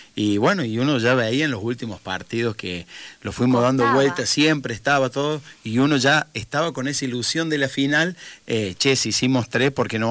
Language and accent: Spanish; Argentina